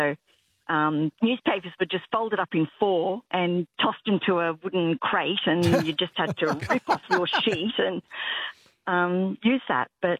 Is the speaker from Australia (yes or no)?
yes; Brisbane, Queensland, Australia; When I was a child, I grew up in Brisbane and we had an outhouse.